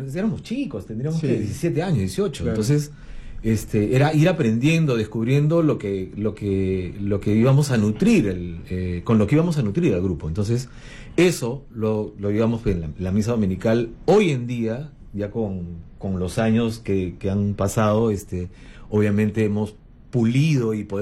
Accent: Barranco, Lima, Peru; pues, si somos de Barranco, porque somos Barranquito.

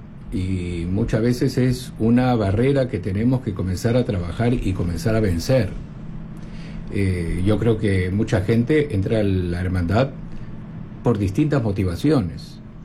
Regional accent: Peru

